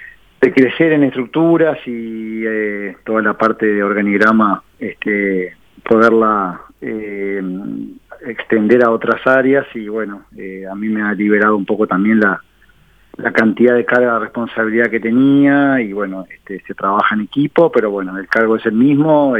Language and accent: Spanish; Migues, Canelones, Uruguay; moved away; mi raíz, que sí, es la ciudad de Míguez.